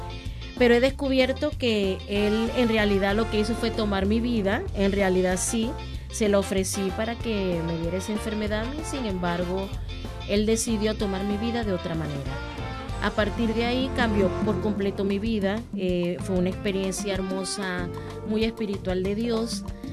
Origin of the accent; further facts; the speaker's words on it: Punto Fijo, Falcón, Venezuela; also born or lived in Maracaibo; yo nací en Maracaibo. Luego me criaron más tiempo en Punto Fijo, Estado Falcón. Total que de casi que paraguanera, falconiana.